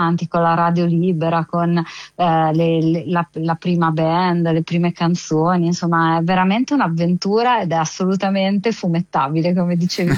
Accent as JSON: {"language": "Italian", "region": "Emilia-Romagna", "country": "Italy", "accent": "Emilian", "said": "io credo che si senta dall'accento, sono emiliana come"}